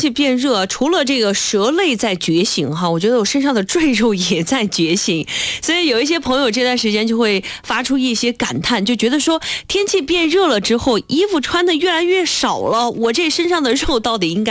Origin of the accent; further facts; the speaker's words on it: Sichuan, China; 这个我们四川人餐桌上的哲学就是万物皆可水煮